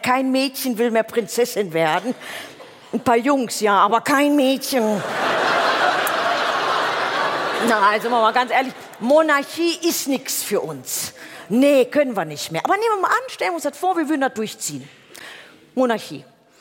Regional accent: Oberhausen, North Rhine-Westphalia, Germany; Ich komme aus Oberhausen-Altstaden. Wie hört sich das denn an? Ne? Das ist mitten im Ruhrpott.

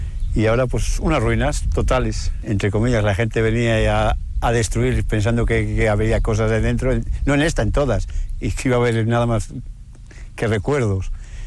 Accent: Otero de Sariegos, Castile and León, Spain; also born or lived in Villafáfila; Nací aquí en Otero, me bautizaron aquí en la iglesia esta, y estuve aquí hasta los 14 años, que empezaron las comarcales y quitaron las escuelas de los pueblos pequeños, y hasta entonces viví aquí y luego en Villafáfira con mis padres.

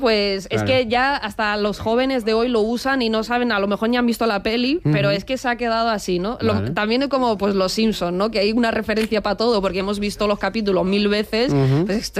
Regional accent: Russia; Spanish is a second language; ya yo os digo como rusa que es un tipo de carácter que también existe en Rus

